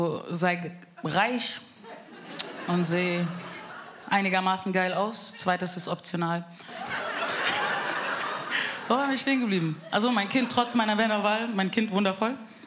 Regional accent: Bavaria, Germany; now in Frankfurt, Germany; Mein Migrationshintergrund sieht man mir an. Ich bin aus Frankfurt. Spaß, ich bin eigentlich aus Bayern. Wirklich, bordisch Mädel.

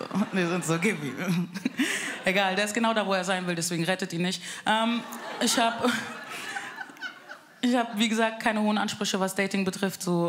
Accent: Bavaria, Germany; Ich bin aus Frankfurt. Spaß, ich bin eigentlich aus Bayern. Wirklich. Wirklich, bordisch Mädel.

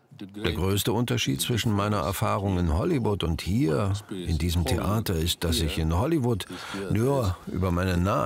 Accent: Croatia; also born or lived in Belgrade, Serbia / London, United Kingdom; Ich komme übrigens aus Kroatien.

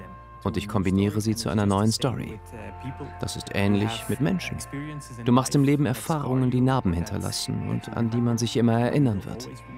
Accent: Bruges, Flanders, Belgium; Ich bin in Brügge zur Schule gegangen. Jetzt wohne ich etwas außerhalb. Aber das wird immer meine Stadt bleiben.

